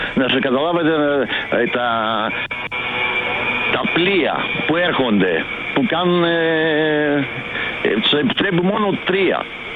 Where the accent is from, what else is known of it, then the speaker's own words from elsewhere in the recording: Epirus, Greece; εγώ στην Ήπειρο είμαι και εγώ είμαι από την Ήπειρο, έτσι κι αλλιώς, και πηγαίνω συνέχεια, ναι.